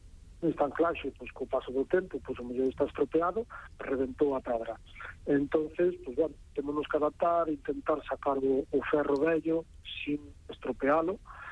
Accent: Santipián, Galicia, Spain; un dos que fixen aquí na miña terra, en Santipián, na Mariña.

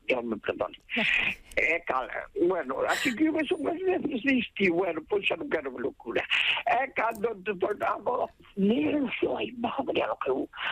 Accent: Suevos, Galicia, Spain; Sí, eu son de Suevos, pertenezo ao Departamento de Arteixa.

